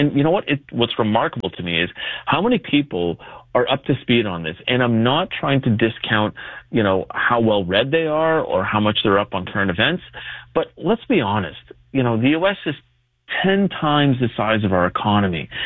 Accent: Canada; as a Canadian

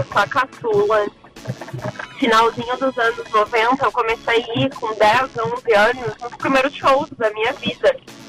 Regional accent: Rio Grande do Sul, Brazil; Cidade pequena e mais novo junto, o irmão mais velho estava cuidando. No Rio Grande do Sul, todo o sotaque dá pra ver

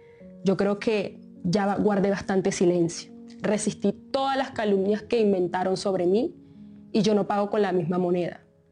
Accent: Agustín Codazzi, Cesar, Colombia; Yo soy una pelada de 24 años. Nací en Codazzi, en el Cesar, y hasta fui reina del carnaval de mi pueblo, Paquería. Amo el vallenato y la salsa, para mí compiten. Mi mamá es sucreña

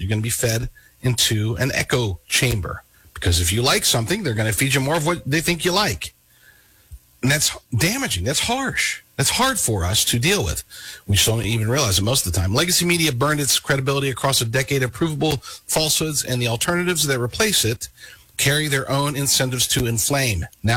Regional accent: United States; We are American citizens.

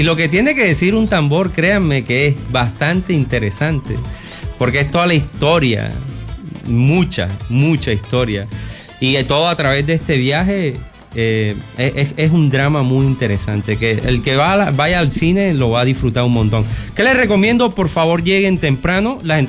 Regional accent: Caribbean Region, Colombia; Tiene tanto que decir de nuestro sentir caribe, de nuestro sentir como personas costeñas de la Gran Sabana.

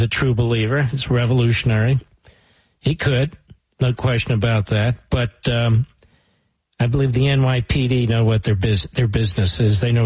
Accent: Philadelphia, Pennsylvania, United States; born there; I was born in Pennsylvania. Remember that? And in Philadelphia.

